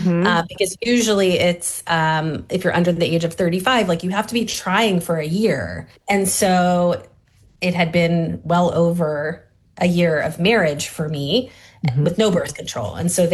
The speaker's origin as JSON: {"language": "English", "country": "United States", "moved": "yes", "said": "we're American"}